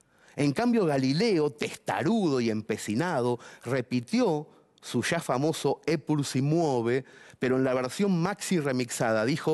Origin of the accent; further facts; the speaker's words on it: Mercedes, Buenos Aires Province, Argentina; now in Buenos Aires, Argentina; Como nací en Mercedes, que es el medio del campo, yo crecí viendo a las gallinas correr unos segundos sin cabeza.